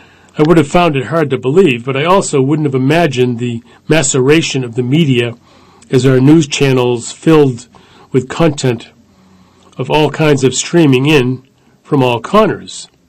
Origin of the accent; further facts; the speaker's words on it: Queens, New York, United States; I grew up in Queens. My mother was a social worker.